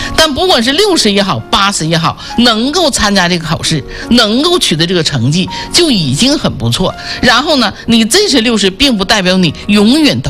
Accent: China; 我们中国人真的是很智慧的

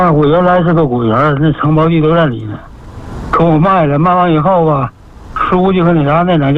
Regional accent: China; now in Shenzhen, China; 我现在我搁深圳住10多年了，我老家是西河的。

